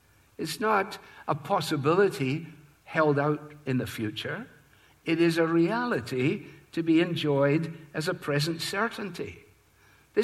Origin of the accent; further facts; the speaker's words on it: Scotland, United Kingdom; as a Scotsman